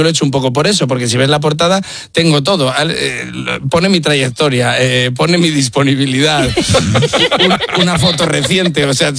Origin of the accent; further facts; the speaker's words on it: Spain; soy del país de Miguel de Unamuno y Miguel de Cervantes, o sea que soy, yo ya pertenezco al mundo de los escritores